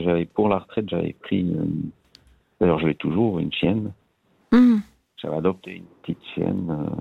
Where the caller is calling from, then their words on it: Estavayer, Fribourg, Switzerland; là, j'habite sur la... Estavayer, le lac